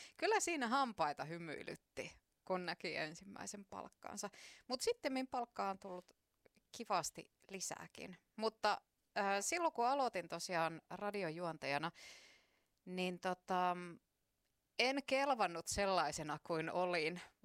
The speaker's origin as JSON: {"language": "Finnish", "region": "South Karelia", "country": "Finland", "accent": "South Karelian", "said": "minullekin tuli kiitosta siitä, että puhun Etelä-Karjalan murretta"}